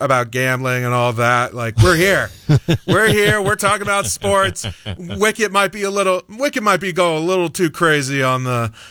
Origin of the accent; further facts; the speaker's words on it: Des Moines, Iowa, United States; So I'm a Des Moines born and raised.